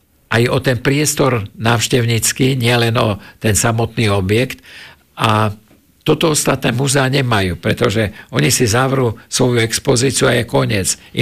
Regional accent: Prešov, Prešov Region, Slovakia; accent: Šariš dialect; ovládam dialekt, takže tým pádom som mohol hovoriť šarišským dialektom s ľuďmi, ale hneď poznali, že som Prešovčan, že nie som odtiaľ, lebo ten dialekt na Hornom Šariši ale je troška iný

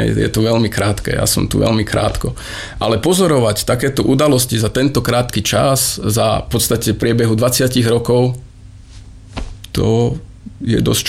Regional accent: Žilina Region, Slovakia; also born or lived in Czech Republic; Ja žijem na Liptove celý život.

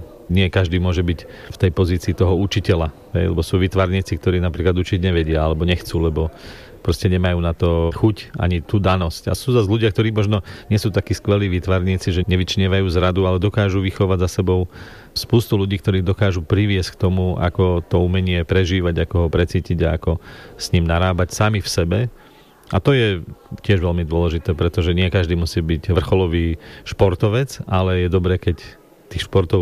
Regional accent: Černová, Žilina Region, Slovakia; also born or lived in Ružomberok; narodil som sa v Ružomberku, býval som v Černovej celé svoje detstvo vlastne na dedine

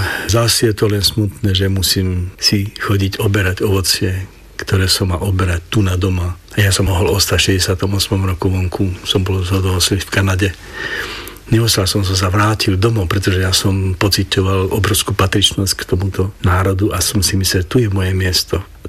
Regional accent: eastern Slovakia, Slovakia; Viete, ja som chlapec z východu a každý hovorí o východňároch, že sú strašne tvrdé palice.

